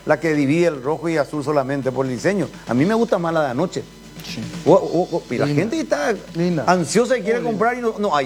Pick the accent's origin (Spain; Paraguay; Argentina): Paraguay; somos así los paraguayos